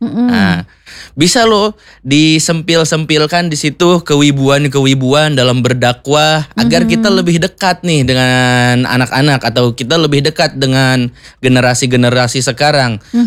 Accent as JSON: {"language": "Indonesian", "region": "Sundanese lands", "country": "Indonesia", "accent": "Sundanese", "moved": "yes", "lives_now": "Banyumas, Indonesia", "said": "Saya aslinya sih sebenarnya bukan dari Banyumas. Okay. Jadi kalau misalkan ada lebih ke Sunda-Sunda gitu, memang okay, saya aslinya dari Sunda."}